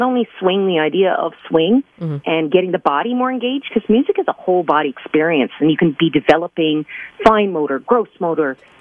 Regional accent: Newfoundland and Labrador, Canada; So when I was growing up in Newfoundland doing my undergrad, Ken Knowles was teaching the jazz arranging course

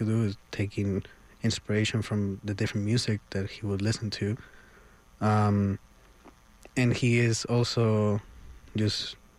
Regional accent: Peru; when I think back of what I would consider a ballad growing up in Peru, it sounds a little different, just enough that it's mine and, like, my heritage.

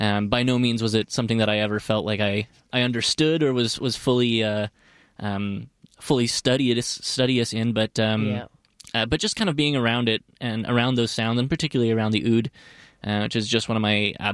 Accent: Qatar; also born or lived in St. Albert, Canada; We moved when I was about six to the Middle East, and I was in Qatar for about 10 years there.

